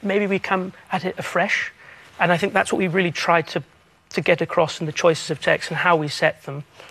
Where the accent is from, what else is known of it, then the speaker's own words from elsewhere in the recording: England, United Kingdom; being English as well